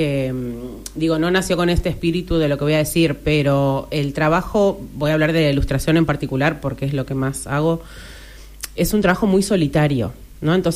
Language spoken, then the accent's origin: Spanish; Argentina; now in Mexico; Es que vivo en México hace más de 20 años, pero soy argentina. Sí. Creo que el acento me delata.